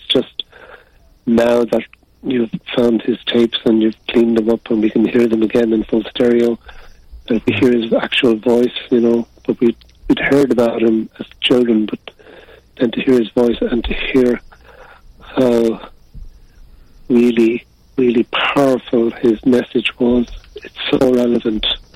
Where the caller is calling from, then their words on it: Ireland; and I'm calling you from Ireland